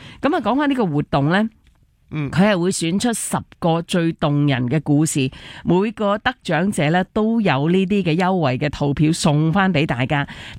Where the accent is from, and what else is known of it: Hong Kong